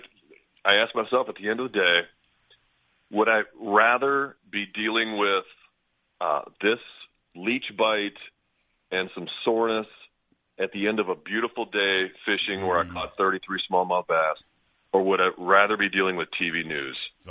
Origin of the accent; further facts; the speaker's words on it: Wisconsin, United States; growing up in Wisconsin